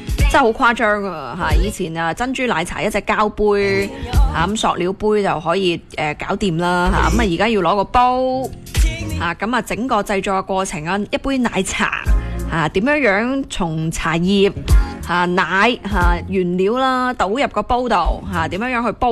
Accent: Guangdong, China; 咁啊，首先就系因为我哋广东人吓、啊、非常之中意炭茶啦

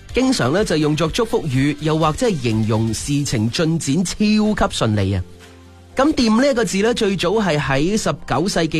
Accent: Guangdong, China; 呢度呢就要赞下我哋广府人嘅小聪明啦

